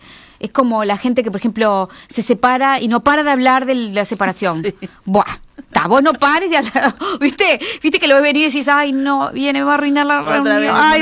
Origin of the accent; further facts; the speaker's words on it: Uruguay; Como todo uruguaya, en un tiempo así